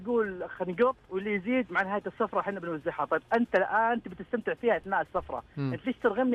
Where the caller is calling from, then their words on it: Jazan, Jazan Province, Saudi Arabia; من جازان.